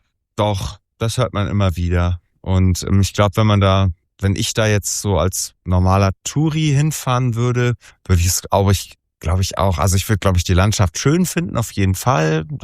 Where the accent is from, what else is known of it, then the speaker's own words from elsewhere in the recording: Sylt, Schleswig-Holstein, Germany; now in Hamburg, Germany; Ich bin auf Sylt aufgewachsen, tatsächlich.